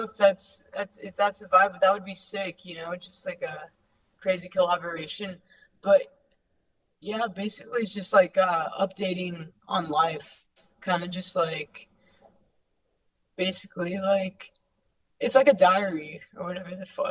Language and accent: English; United States; I'm from Highland Park, and like you frequent these shops as a kid that are still there, even though it's like gentrified.